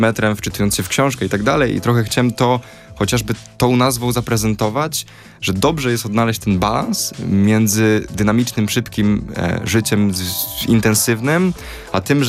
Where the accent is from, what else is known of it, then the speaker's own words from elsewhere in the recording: Warsaw, Masovian Voivodeship, Poland; ja jestem warszawiakiem. I moi dziadkowie też są w Warszawie. I jakby ja mam pokolenia bardzo, bardzo daleko właśnie oryginalnie z Warszawy. No i od zawsze tutaj żyję